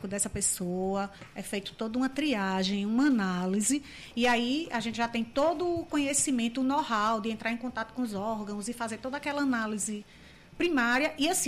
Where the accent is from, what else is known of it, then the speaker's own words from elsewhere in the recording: Currais Novos, Rio Grande do Norte, Brazil; moved away as an adult; now in Natal, Brazil; eu vim do interior, com 19 anos para Natal